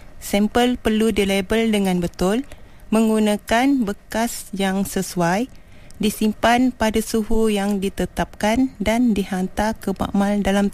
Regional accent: Negeri Sembilan, Malaysia; Saya juga dari suku kaum Temuan. Temuan Negeri Sembilan.

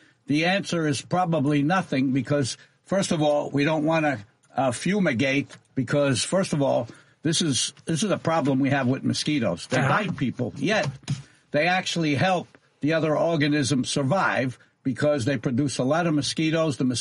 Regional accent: New York, United States; So listen, I was born in New York, I was raised there, and then I went to the University of Denver

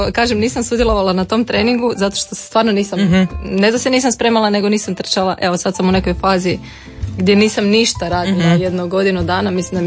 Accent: Karlovac, Karlovac County, Croatia; ja sam iz Karlovca

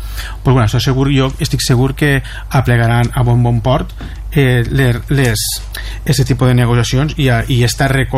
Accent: Nules, Valencian Community, Spain; conforme som la gent de Nules, voluntariosos, treballadors, i vam obrir les portes del poble per tot aquell que van tindre la necessitat de vindre a Nules.

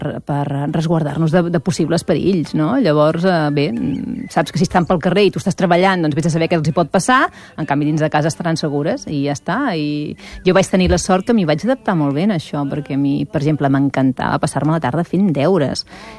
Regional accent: Vilafranca del Penedès, Catalonia, Spain; also born or lived in Barcelona; a Vilafranca del Penedès. Vaig néixer a Barcelona, però al cap darrer 3 anyets ja érem a Vilafranca del Penedès.

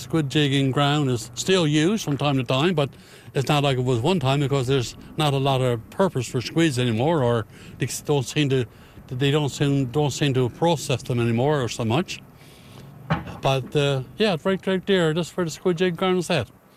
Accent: Change Islands, Newfoundland and Labrador, Canada; I live down on the east side, down in a harbour called Moorish Harbour.

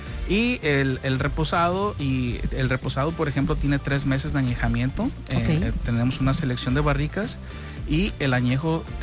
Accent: Puerto Vallarta, Jalisco, Mexico; Nosotros somos locales de aquí de Puerto Vallarta

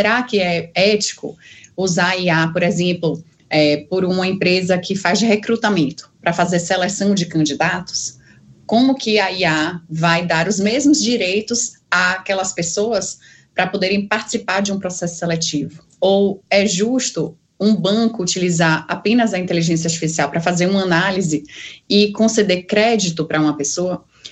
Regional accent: Bahia, Brazil; moved away as an adult; now in São Paulo, Brazil

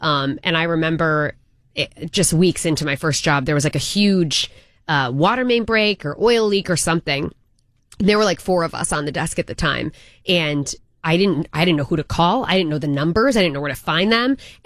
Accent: Connecticut, United States; No, I'm from Connecticut originally, and went to school at Hofstra University on Long Island for broadcast journalism.

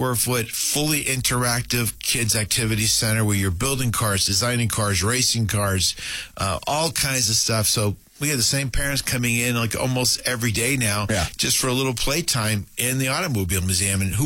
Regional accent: Boston, Massachusetts, United States; Well, I am from Boston originally.

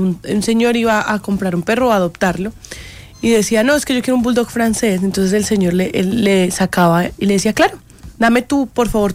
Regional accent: Bogotá, Colombia; Y el man, parce, pues yo soy de Bogotá.

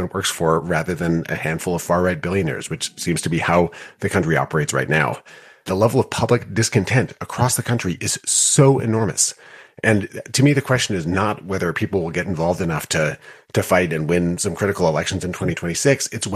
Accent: Wisconsin, United States; including the progressive movement in my home state of Wisconsin

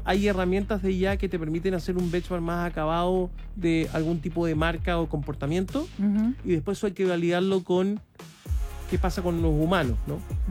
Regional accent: Chile

